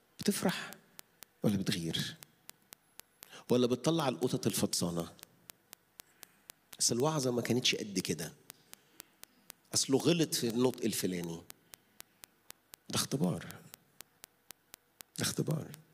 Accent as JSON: {"language": "Arabic", "country": "Egypt", "said": "احنا مش مصريين بالصدفة"}